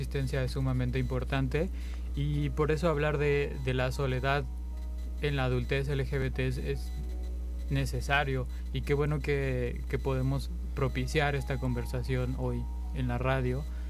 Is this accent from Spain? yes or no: no; Veracruz, Mexico; also born or lived in Oaxaca; now in Guanajuato, Mexico; yo nací y crecí en Veracruz, después pude vivir en Oaxaca y actualmente estoy viviendo en Guanajuato.